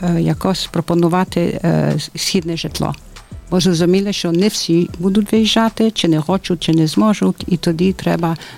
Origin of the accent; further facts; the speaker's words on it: Geneva, Switzerland; moved away as an adult; now in Ivano-Frankivsk, Ukraine; це я з Женева, Швейцарія. Це так само невелике, дуже знане, але невелике місто. Я себе чую тут як вдома.